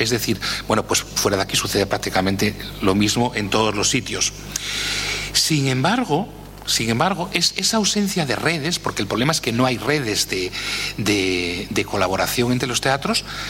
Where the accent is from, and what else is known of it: Spain